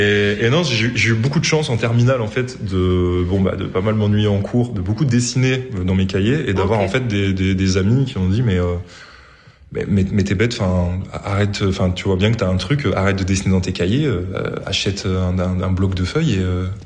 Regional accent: Montpellier, Occitanie, France; born or raised there

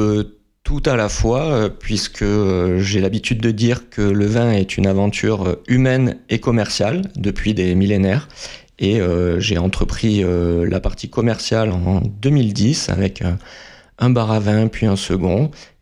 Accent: Montpellier, Occitanie, France; born there; also born or lived in Rodez; je suis natif de l'Occitanie, puisque je suis né à Rodez, mais j'ai été importé à l'âge de 2 ans. Donc, voici bientôt 40 ans à Montpellier.

